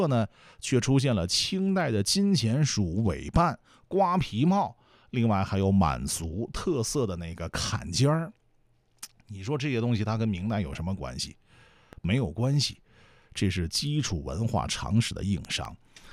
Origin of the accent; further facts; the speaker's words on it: China; 我们中国人